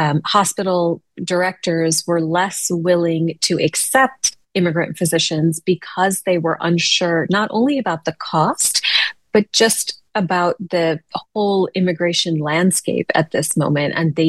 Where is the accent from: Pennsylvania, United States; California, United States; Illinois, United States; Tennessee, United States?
Illinois, United States; Chicago; born or raised there